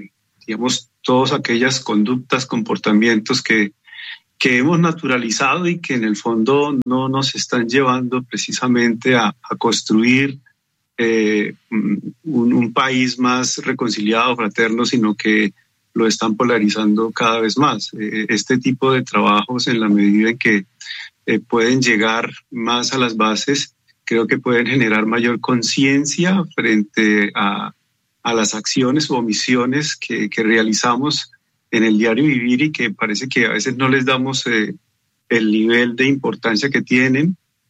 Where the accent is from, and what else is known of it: Colombia